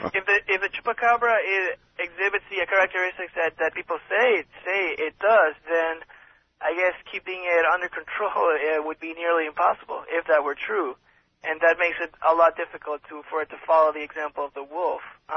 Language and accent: English; Ponce, Puerto Rico; I'm from a city called Ponce, which is on the south coast of Puerto Rico.